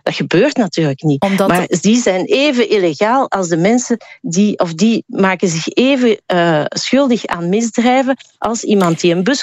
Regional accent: Flanders, Belgium

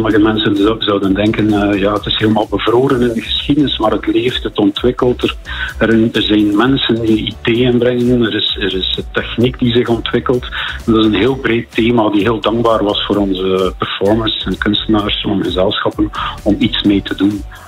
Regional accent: Waregem, Flanders, Belgium; now in Bruges, Belgium; Ik ben niet van de streek. Ik heb veel met de streek. Ik ben eigenlijk van Waregem afkomstig, maar dat doet er niet toe. Ik woon toch al enkele jaren in Brugge, dus ik voel me hier echt thuis.

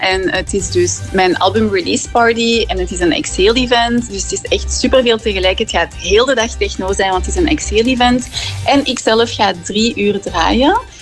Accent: Antwerp, Flanders, Belgium; En ik wou het heel graag in Antwerpen doen, want dat is mijn thuisstad.

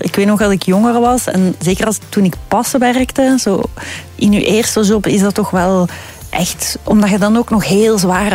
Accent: Leuven, Flemish Brabant, Belgium; Ik kom van Leuven.

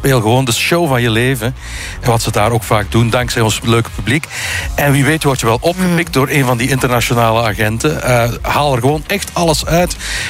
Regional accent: Limburg, Belgium; Ik wil gewoon, omdat het even lokaal, we zijn Limburgers, we moeten ons Limburgse een beetje chauvinistisch zijn.

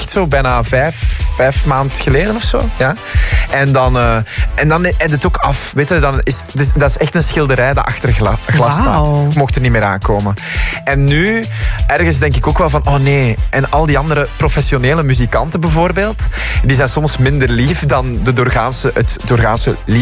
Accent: Aalst, Flanders, Belgium; mijn leven in Aalst, waar ik ben opgegroeid.

